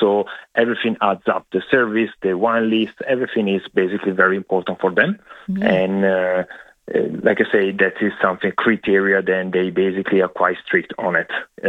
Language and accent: English; Italy; moved away as an adult; also born or lived in Sydney, Australia; now in Adelaide Hills, Australia; And I choose the Adelaide Hills because I love it. Very similar to my hometown in Italy. And that's basically the reason why I moved to Adelaide.